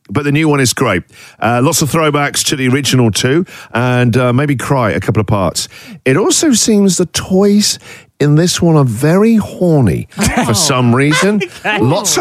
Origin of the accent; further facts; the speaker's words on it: United Kingdom; You know, obviously as a British guy, love pomp and ceremony.